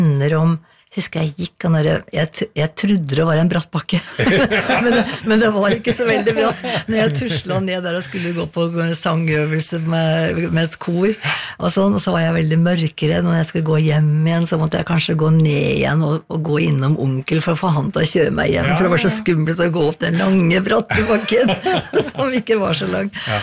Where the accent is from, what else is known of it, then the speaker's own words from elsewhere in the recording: Skreia, Innlandet, Norway; now in Asker, Norway; Det er liksom Toten, altså Skreia, er liksom der, der jeg vokste opp, ikke sant? Så det er liksom røttene mine. Ja. Og så har jeg bodd nå i Asker, mye lenger da.